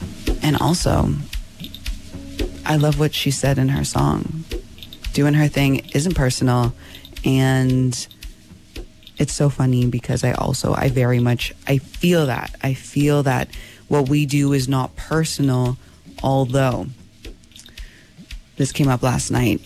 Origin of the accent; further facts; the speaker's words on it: Canada; sometimes I do forget that I'm Canadian